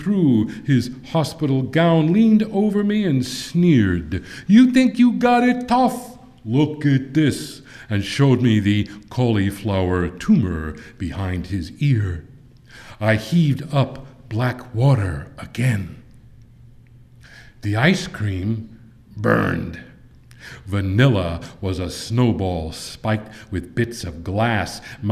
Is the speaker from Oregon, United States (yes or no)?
no; Brooklyn, New York, United States; I am originally from the tropical paradise of Brooklyn, New York. and I grew up in the East New York section of Brooklyn, Linden Projects